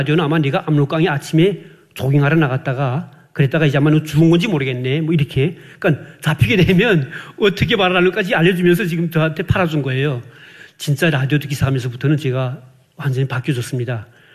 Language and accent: Korean; North Korea; moved away as an adult; 저희 고향에 있는 그 탄강연합기업소